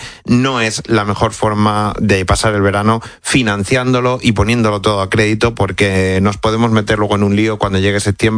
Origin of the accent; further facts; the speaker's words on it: Extremadura, Spain; yo además que soy extremeño, imagínate lo que me cuentan de por allí, de la que está cayendo en Cáceres y Badajoz